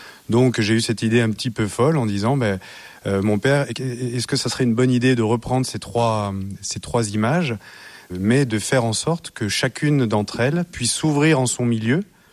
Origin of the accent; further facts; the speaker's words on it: Lyon, Auvergne-Rhône-Alpes, France; c'est le mont Cindre à Saint-Cyr au Mont-d'Or, chez nous à Lyon. Donc j'ai replacé déjà la scène dans notre géographie lyonnaise.